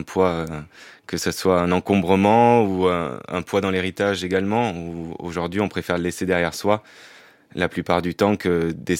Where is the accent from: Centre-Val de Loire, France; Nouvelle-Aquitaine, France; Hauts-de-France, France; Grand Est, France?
Nouvelle-Aquitaine, France; Périgueux; Périgueux, en Dordogne, là où j'ai grandi. J'ai grandi dans le Périgord.